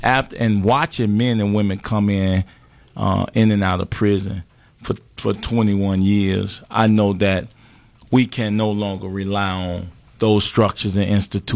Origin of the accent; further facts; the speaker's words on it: Chicago, Illinois, United States; I'm born and raised in Chicago, Inglewood, you know, 59th to 63rd Street is my stomping ground.